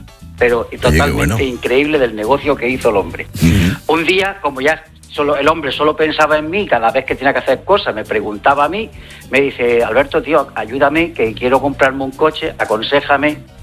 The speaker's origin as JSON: {"language": "Spanish", "town": "Almería", "region": "Andalusia", "country": "Spain", "lives_now": "Málaga, Spain", "said": "Yo soy de Almería, aunque ahora vivo en Málaga."}